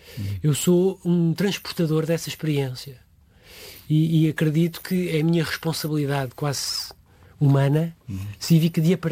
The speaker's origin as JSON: {"language": "Portuguese", "town": "Queluz", "region": "Lisbon", "country": "Portugal", "tie": "born or raised there", "also_born_or_lived": "Tomar / Margem Sul / Brunei", "lives_now": "Viseu, Portugal", "said": "Eu nasci em Tomar, fiz a minha infância e juventude na zona de Queluz, depois fiz a minha idade de jovem adulto na Margem Sul, depois mudei-me para a zona de Lisboa Norte e depois mudei-me para o Brunei e depois do Brunei regressei para Viseu"}